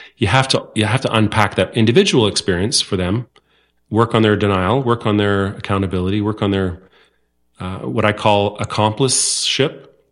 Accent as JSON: {"language": "English", "town": "North Vancouver", "region": "British Columbia", "country": "Canada", "tie": "born or raised there", "said": "I grew up in North Vancouver, so I'm certainly familiar with the place."}